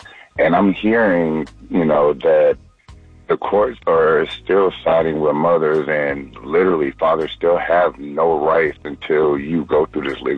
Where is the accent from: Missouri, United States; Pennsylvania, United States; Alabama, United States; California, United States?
Missouri, United States; St. Louis; I'm from St. Louis.